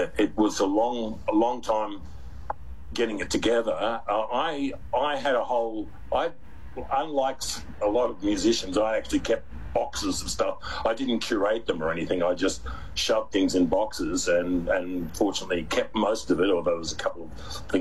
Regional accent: Melbourne, Victoria, Australia; moved away as an adult; also born or lived in Sydney; when I moved to Sydney in the 1980s. I was born in Sydney, and so was my family. But we lived in Melbourne for most of our, you know, formative years.

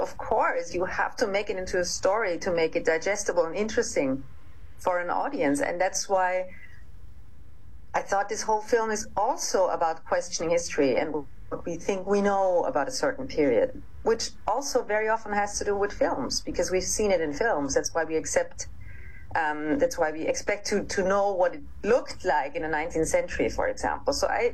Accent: Austria; growing up in Austria, Sissi is everywhere.

